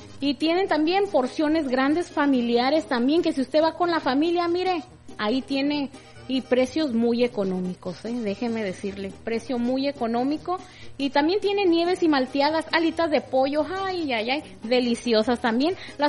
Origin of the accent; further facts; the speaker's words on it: Mexico; now in Central Valley, California, United States; Los que somos de México sabemos cuáles.